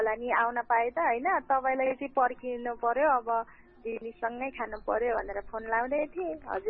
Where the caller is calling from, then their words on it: Okhaldhunga, Koshi Province, Nepal; ओखलढुङ्गाबाट।